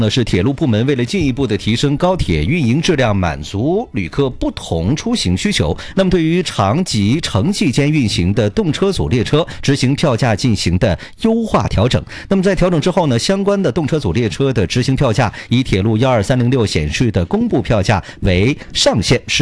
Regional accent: Northeast China, China; 对于我们东北人来说

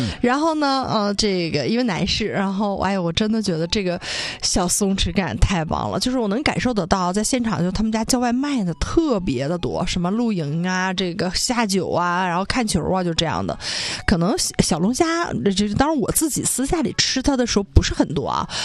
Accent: Northeast China, China

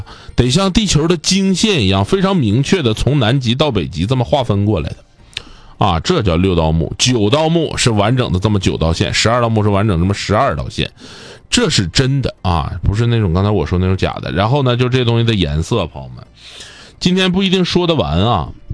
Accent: Northeast China, China; 我们东北话讲叫 K 呀

